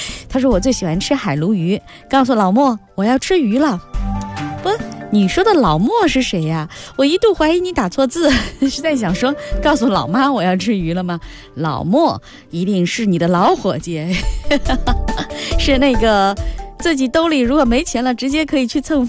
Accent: Nanjing, Jiangsu, China; 说到我们南京人吃龙虾呢，其实还有一种吃法，那就是开上一个车，哎，然后到我们南京的隔壁盱眙去吃龙虾，这真的是有传统了。因为我们南京开到盱眙呢，也就一个半小时，

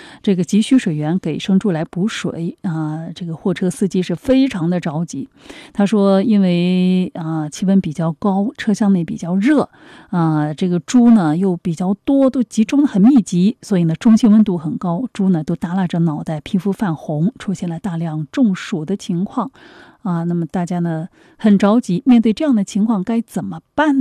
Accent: Hai'an, Jiangsu, China; now in Nanjing, China; 包括我们像我老家海安那边哈

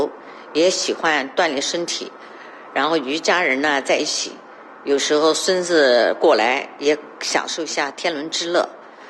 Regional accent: China; 我们中国人

